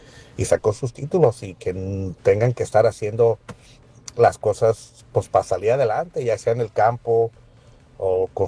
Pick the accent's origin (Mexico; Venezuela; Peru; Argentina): Mexico; now in United States; Yo nací en Estados Unidos. Es otra cosa que me nos mandaban a México durante mucho tiempo, de niños. Y allá tuve yo la oportunidad de poder estudiar en México durante años.